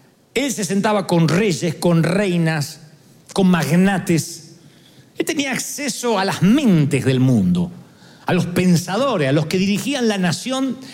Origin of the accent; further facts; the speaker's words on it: Argentina; soy argentino